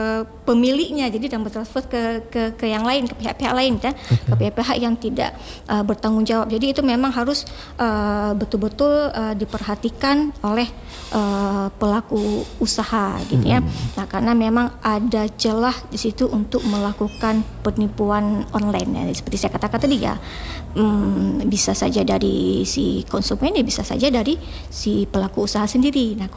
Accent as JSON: {"language": "Indonesian", "region": "Aceh", "country": "Indonesia", "said": "Karena kita Aceh ini"}